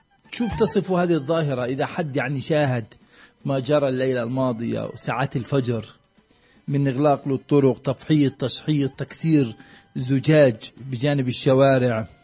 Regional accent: Palestine; وشو اللي بيصير معنا كفلسطينيين؟

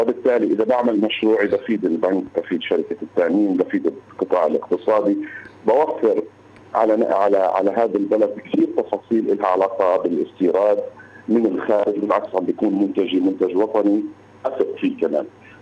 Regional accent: West Bank, Palestine; يعني احنا فلسطينيين في الضفة الغربية

